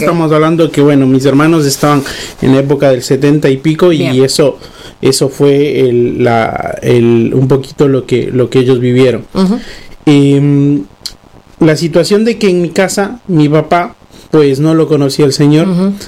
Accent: Ecuador; Nosotros venimos como ecuatorianos, tenemos un trasfondo católico muy fuerte.

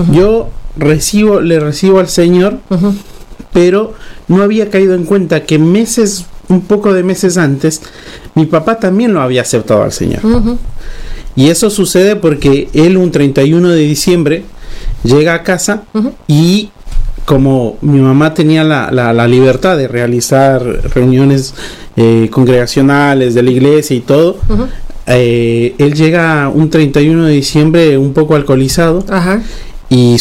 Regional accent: Ecuador

